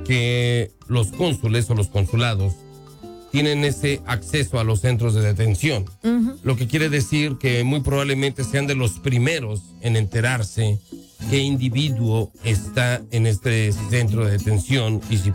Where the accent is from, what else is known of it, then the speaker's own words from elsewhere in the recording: Mexico; y eso es algo que nos identifica igual como hispanos, que somos una lengua muy diversa, porque tenemos acentos, tenemos palabras, y nos hace únicos de la región donde nosotros venimos, porque es cierto, incluso en México, pues todos hablamos un español diferente dependiendo el estado